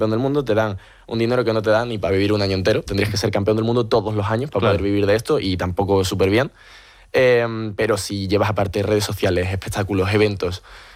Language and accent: Spanish; Seville, Andalusia, Spain; now in Madrid, Spain; Yo, por ejemplo, ahora voy a tener un alquiler en Madrid también, porque estoy todo el tiempo aquí, soy de Sevilla.